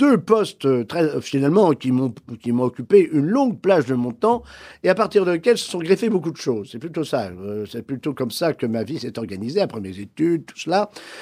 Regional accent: France; Donc, je suis français, n'est-ce pas?

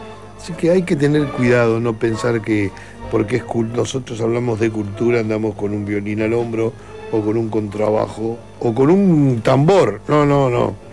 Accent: Uruguay; born there; yo nací en un país del primer mundo y me decían, pero tú no sos uruguayo, pelado. Sí, soy uruguayo, claro. Pero yo nací en el año 46.

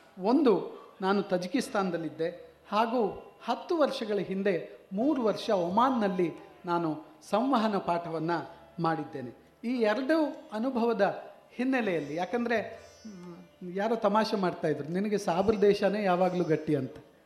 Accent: Karnataka, India; moved away as an adult; also born or lived in Tajikistan / Oman; ನಾವಿರುವಾಗ ಅಲ್ಲಿ ಕನ್ನಡಿಗರು ಇದ್ದದ್ದು 1.5 ಜನ, ಒಬ್ಬ ನಾನು

